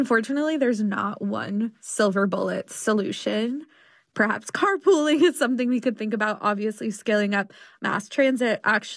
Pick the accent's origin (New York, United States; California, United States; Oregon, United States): New York, United States; fewer cars downtown as much, which as a New Yorker, great.